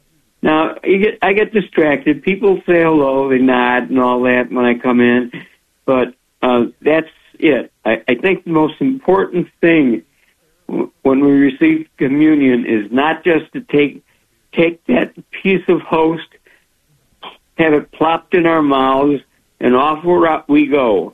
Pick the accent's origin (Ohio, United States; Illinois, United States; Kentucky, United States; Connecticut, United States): Illinois, United States; Chicago; I grew up in the Chicago Archdiocese in the 1950s, and I know I received communion before I received confirmation.